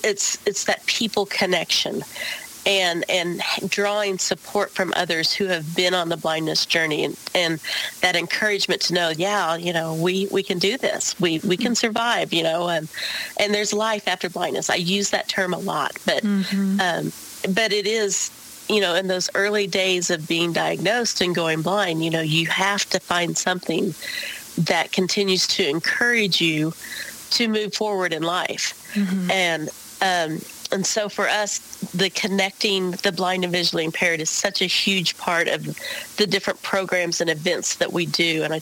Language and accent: English; Missouri, United States; moved away; also born or lived in Oklahoma; I was born and raised in Missouri, and so in southwestern corner of Missouri.